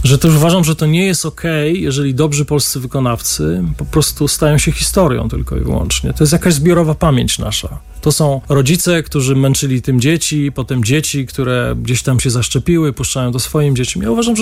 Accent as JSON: {"language": "Polish", "region": "Silesian Voivodeship", "country": "Poland", "said": "ponieważ jestem ze Śląska, bywałem czasami na dżemach."}